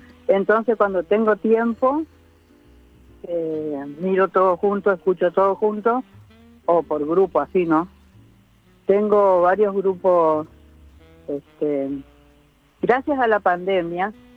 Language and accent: Spanish; Corrientes, Argentina